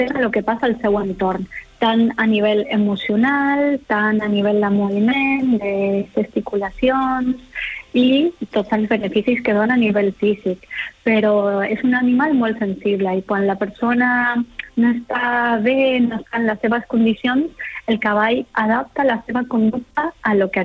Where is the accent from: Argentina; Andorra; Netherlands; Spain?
Argentina; accent: Argentine; Catalan is a second language; moved away; soc argentina.